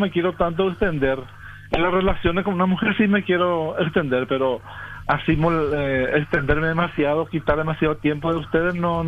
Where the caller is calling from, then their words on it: Paraguay; abrazarnos como paraguayos